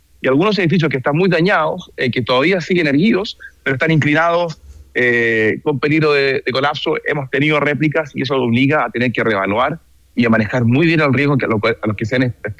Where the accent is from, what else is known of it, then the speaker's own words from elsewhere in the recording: Chile; yo efectivamente soy chileno